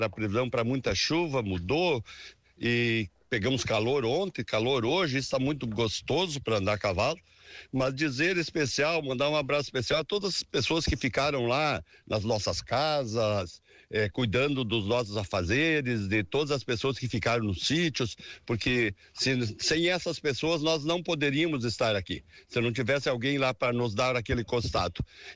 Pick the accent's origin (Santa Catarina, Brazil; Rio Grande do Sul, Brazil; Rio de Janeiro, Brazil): Rio Grande do Sul, Brazil; nós somos gaúchos